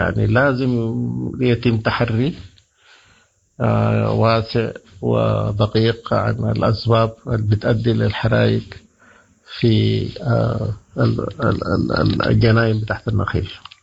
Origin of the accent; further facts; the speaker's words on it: Sudan; فدينا في السودان ما مسجل عندنا لحد الآن